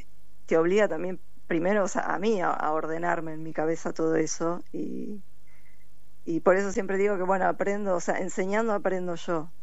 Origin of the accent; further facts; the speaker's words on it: La Plata, Buenos Aires Province, Argentina; born there; yo soy nací acá en La Plata.